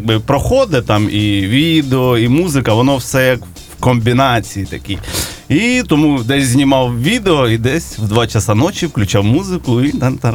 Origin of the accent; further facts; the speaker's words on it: Huliaipole, Zaporizhzhia Oblast, Ukraine; born there; Я сам з Запорізької області, з Гуляйполя, да.